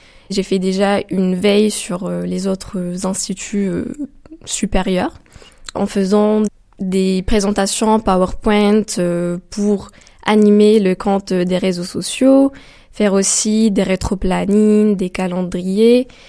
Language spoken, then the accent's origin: French; Marrakech, Marrakesh-Safi, Morocco; moved away as an adult; now in Reims, France; Alors moi, je viens de Marrakech. C'est une ville très connue, très touristique.